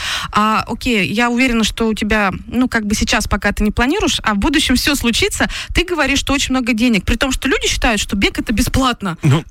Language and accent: Russian; Perm Krai, Russia; born there; moved away; просто я родилась в Пермском крае, это моя родина